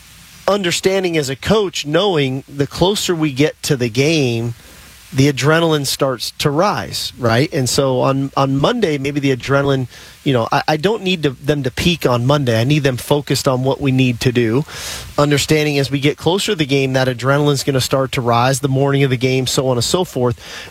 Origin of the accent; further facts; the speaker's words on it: California, United States; growing up in California, you know, 9 a.m. was when you woke up